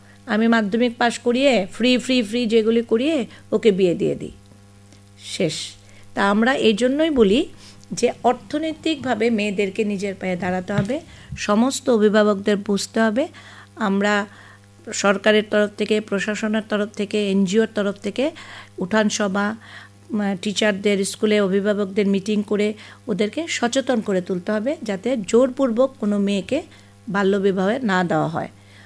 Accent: Tripura, India; আমাদের ত্রিপুরা রাজ্যে

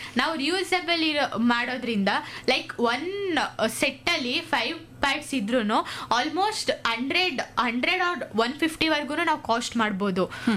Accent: Mysore, Karnataka, India; moved away; ನಾವು ಮೈಸೂರವರು

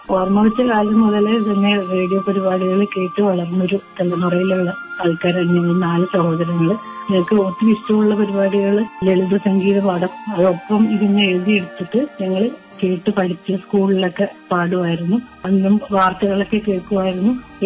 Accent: Pallippuram, Kerala, India; moved away as an adult; now in Palakkad, India; എന്റെ സ്വന്തം നാട് എന്നിട്ട് ആലപ്പുഴ ജില്ലയിലെ ചേർത്തലയ്ക്കടുത്ത് പള്ളിപ്പുറമാണ് എന്റെ നാട്. അവിടെ നിന്ന് ഹസ്ബൻഡിന്റെ ജോലി സംബന്ധമായിട്ടാണ് ഞങ്ങൾ പാലക്കാടേക്ക് പോകുന്നത്.

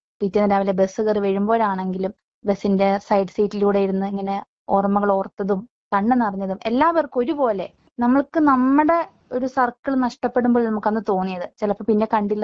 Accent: Kottarakkara, Kerala, India; ഞാൻ കൊട്ടാരക്കര സ്വദേശിനി

